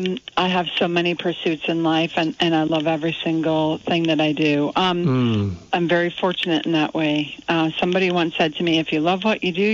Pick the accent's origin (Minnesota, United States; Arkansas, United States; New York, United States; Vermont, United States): Vermont, United States; Addison County; I was born and raised here in Addison County.